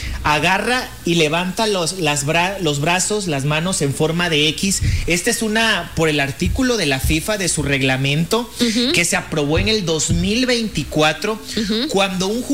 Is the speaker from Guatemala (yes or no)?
no; Mexico